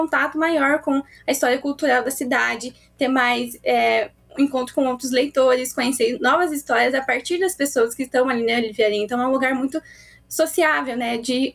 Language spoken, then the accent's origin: Portuguese; Campo Largo, Paraná, Brazil; Eu nasci na região metropolitana, em Campo Largo, e lá não tinha muitas livrarias conforme eu fui crescendo.